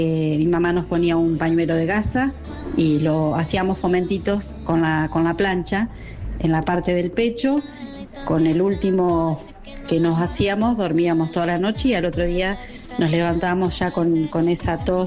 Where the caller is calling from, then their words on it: Chivilcoy, Buenos Aires Province, Argentina; yo soy de Chivilcoy.